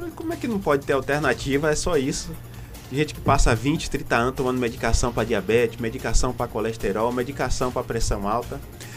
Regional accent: Bahia, Brazil; eu sou de Piauí, na Bahia.

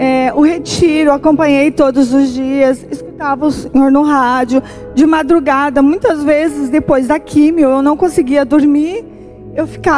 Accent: Araucária, Paraná, Brazil; Eu sou de Araucária.

